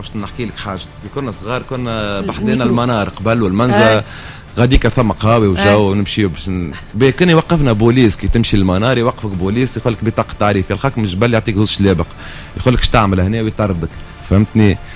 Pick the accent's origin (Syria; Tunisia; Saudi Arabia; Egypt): Tunisia; Tunis, Tunis Governorate; انا ملي تولدت في تونس ديجا بديت في الصعوبات يعني اول صعوبه عرضت في حياتي اللي انا تولدت في تونس وبعد زيت الصعوبه الثانيه تولدت في جبل العمر